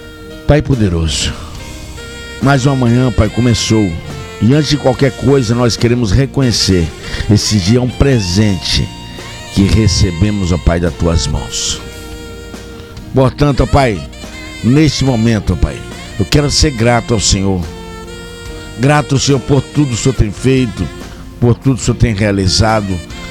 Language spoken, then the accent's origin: Portuguese; Cachoeiro de Itapemirim, Espírito Santo, Brazil; Eu sou aqui da cidade de Cachoeira, Itapemirim, do estado do Espírito Santo.